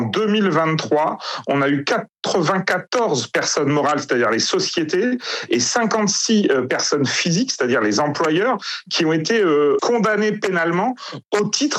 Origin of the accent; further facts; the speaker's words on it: Grand Est, France; Vous savez, même moi je viens de la Marne, dans ce département, même les vendanges aujourd'hui sont organisées en sous-traitance.